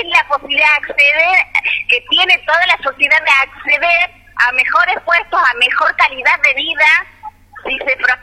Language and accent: Spanish; Catamarca, Argentina; now in Santiago del Estero, Argentina; Me he recibido acá en la Universidad de Santiago del Estero. Vengo del interior de Catamarca.